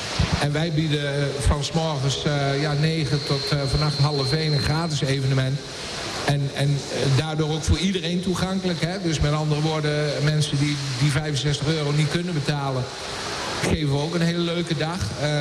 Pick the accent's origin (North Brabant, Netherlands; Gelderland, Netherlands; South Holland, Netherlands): Gelderland, Netherlands; Doesburg; moved away as an adult; now in Vaassen, Netherlands; Ik kom uit Doesburg en ik was als jeugdbestuurslid van Doesburg Binnenstebuiten.